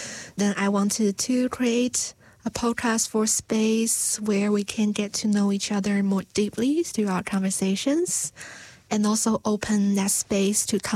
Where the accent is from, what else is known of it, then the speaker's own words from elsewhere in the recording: Sichuan, China; English is a second language; moved away as an adult; now in New Zealand; For me, I'm … I'm from Sichuan Province, China. I love singing and dancing and writing poems, cooking dishes for friends. I came to Aotearoa at the end of last year